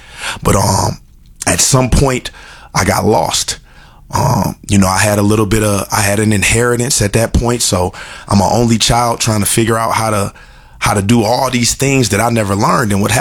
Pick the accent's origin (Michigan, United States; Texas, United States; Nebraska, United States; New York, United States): Michigan, United States; I come from Michigan, as we just discussed.